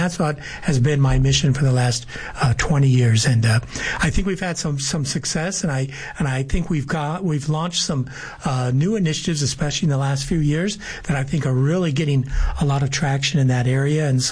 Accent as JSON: {"language": "English", "town": "Phoenix", "region": "Arizona", "country": "United States", "tie": "born or raised there", "also_born_or_lived": "Flagstaff, Arizona", "moved": "as an adult", "lives_now": "Yuma, United States", "said": "I grew up in Phoenix, and when I came down here 20 years ago, Yuma reminded me of the Phoenix I left in the late 1970s."}